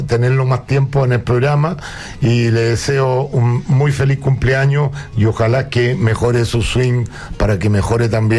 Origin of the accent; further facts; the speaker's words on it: Chile; soy de Chile.